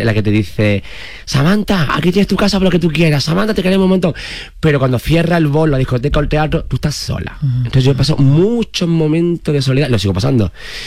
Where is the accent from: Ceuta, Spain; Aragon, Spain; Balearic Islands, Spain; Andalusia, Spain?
Andalusia, Spain; Alcalá de Azul; also born or lived in Cádiz / San Fernando; aunque nací en Cádiz, pero toda mi infancia la viví en Alcalá de Azul, que es un pueblo de Cádiz. Luego ya después de bachillerato y tal, me mudé a San Fernando, a la isla, a la de Cádiz.